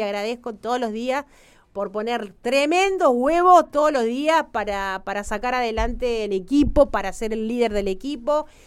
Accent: Argentina

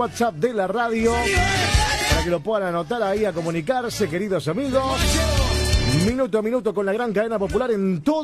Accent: Cañada Seca, Buenos Aires Province, Argentina; En mi pueblo Cañada Seca, provincia de Buenos Aires

